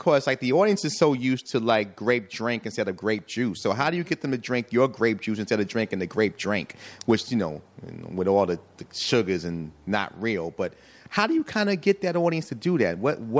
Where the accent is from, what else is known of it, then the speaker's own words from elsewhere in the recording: New York, United States; I want to go back to growing up in New York, because we're all from New York here. Three or four of us are from the Bronx, the borough itself.